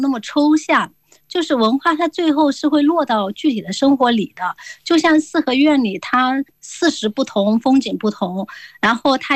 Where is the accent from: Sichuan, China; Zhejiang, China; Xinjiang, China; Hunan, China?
Hunan, China; now in Beijing, China; 我是湖南人，那我们就不会有一个院子是像四合院这样规整的，因为我们的地理形态也不太一样吧。不是平原地区